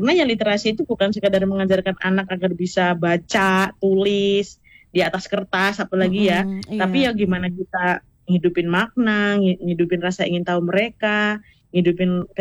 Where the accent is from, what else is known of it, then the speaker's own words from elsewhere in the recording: Way Kanan, Lampung, Indonesia; Ada Pak Agustianto dari Metro, ada Kak Devi dari Lampung Barat, dan saya sendiri dari Waikanan.